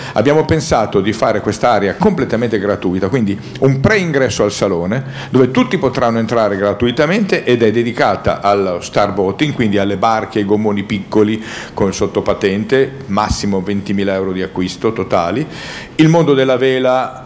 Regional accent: Lombardy, Italy; perché io vengo dall'entroterra ligure, sono lombardo

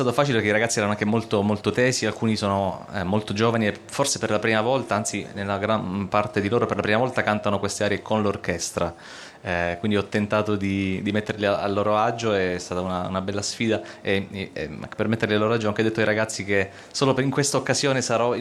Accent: Sicily, Italy; now in Weimar, Germany; sono siciliano, vado un po' a casa anche perché da un anno a questa parte lavoro, vivo in Germania, a Weimar.

